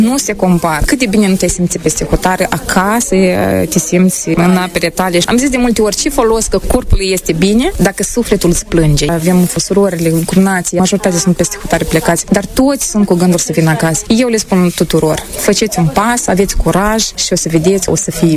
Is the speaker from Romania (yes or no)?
no; Hîncești, Hîncești District, Moldova; moved away as an adult; Suntem din Hâncești, Logănești. Aveam procurat apartamentul nostru, că soța noastră ne oricum ne chema acasă. Locuim în Hâncești deja de 5 ani.